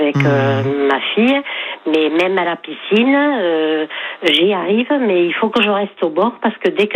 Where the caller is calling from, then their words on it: L'Isle-sur-la-Sorgue, Provence-Alpes-Côte d'Azur, France; J'habite à Lille-sur-Sorgue.